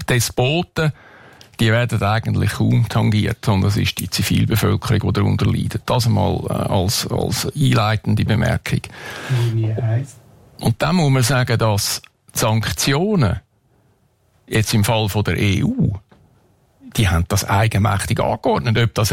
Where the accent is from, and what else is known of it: Switzerland